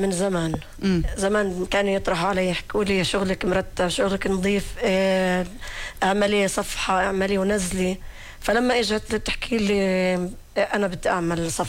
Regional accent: Hebron, West Bank, Palestine; إحنا الخلايلة بنعمله

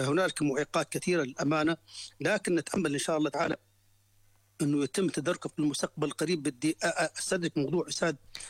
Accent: Jordan; عندنا في الاردن

